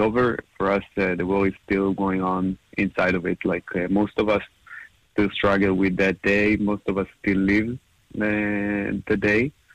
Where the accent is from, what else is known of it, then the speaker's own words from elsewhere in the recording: Holon, Tel Aviv District, Israel; English is a second language; asked me to come to share my own story in front of his co-friends to the club that he goes in Holon, my hometown.